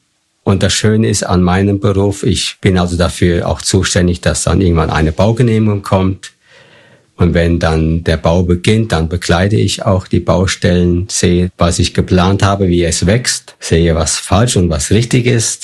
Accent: Fulda, Hesse, Germany; Ich komme aus Fulda und bin verheiratet mit Dagmar, diene dort in Fulda in einer Gemeinde als Team im Ältestenkreis.

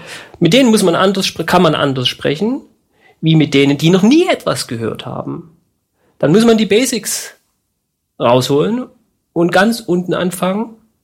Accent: East Germany, Germany; born there; Und ich bin ja ein gebürtiger Ostdeutscher.

